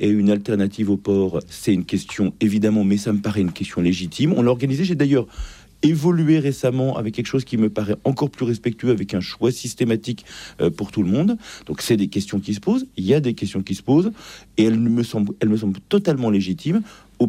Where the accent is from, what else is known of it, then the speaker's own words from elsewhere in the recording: Massy, Île-de-France, France; moi, ma commune, j'ai grandi à Massy. Quand je suis arrivé à Massy, à ma naissance, en 70, la population était blanche, il y avait de fait... pas de musulmans visibles